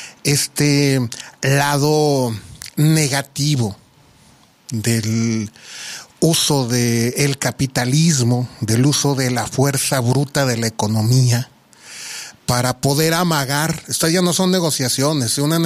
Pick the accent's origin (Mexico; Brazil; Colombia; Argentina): Mexico; Nos afecta a todos directamente como mexicanos, a nuestro país y a nuestro gobierno en funciones